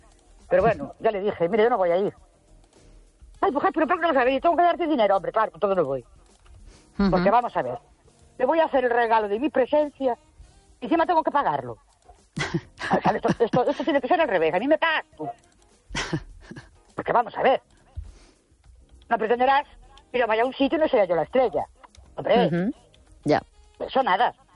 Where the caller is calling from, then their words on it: Ourense, Galicia, Spain; Buenas noches. … de Ourense.